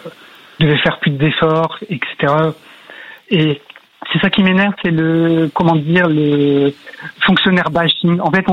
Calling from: Hauts-de-France, France; Du Pas-de-Calais.

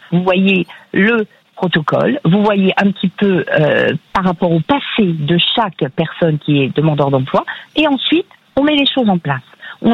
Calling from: Centre-Val de Loire, France; dans le Loiret.

